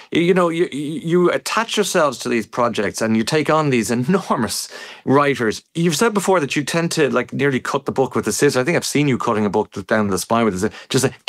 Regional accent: Ireland; as an Irishman

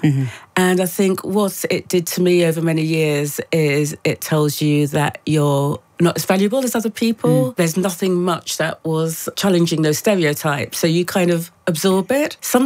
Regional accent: Brighton, South East England, United Kingdom; born there; accent: English

